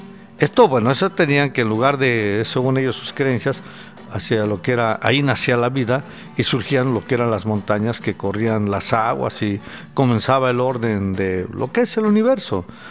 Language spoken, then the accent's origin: Spanish; Mexico